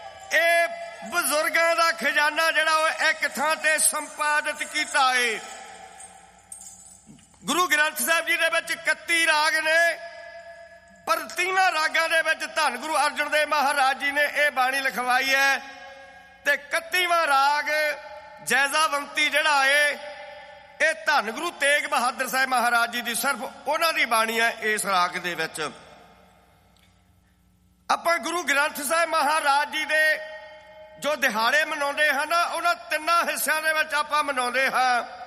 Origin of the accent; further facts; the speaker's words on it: Kartarpur, Punjab, India; ਅਸੀਂ ਕਰਤਾਰਪੁਰ ਦੇ ਰਹਿਣ ਵਾਲੇ ਹਾਂ।